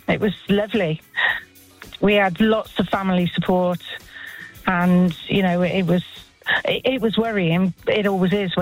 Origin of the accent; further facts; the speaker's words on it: South West England, United Kingdom; because we're from Gloucestershire, so people that travel further, you know, it must be quite a sight.